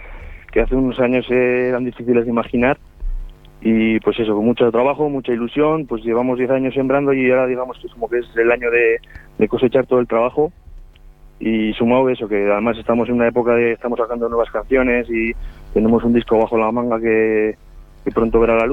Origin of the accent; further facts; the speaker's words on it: La Rioja, Spain; Nosotros, bueno, somos de pueblitos de Rioja Alta, de la zona de Aro, San Vicente, Ábalos